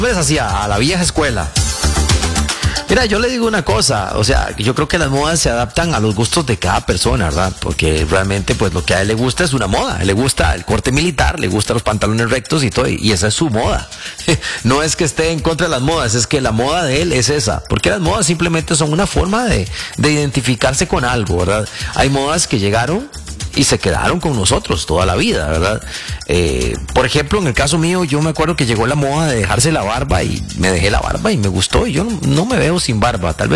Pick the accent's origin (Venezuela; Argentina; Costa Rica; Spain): Costa Rica; San José de la Montaña, Heredia; born there; vengo allá de San José de la Montaña, en la mañana usted tenía frío